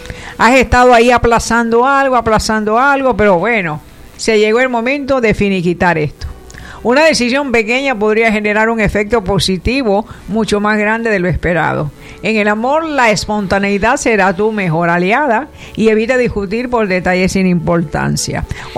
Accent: Havana, Cuba; De la propia Habana. Tengo casa en Santiago de Cuba.

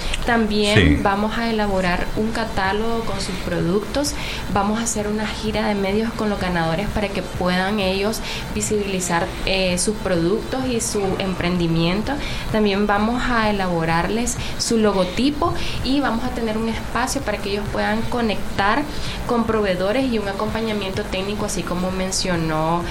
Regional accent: Nicaragua; nos caracteriza como nicaragüense

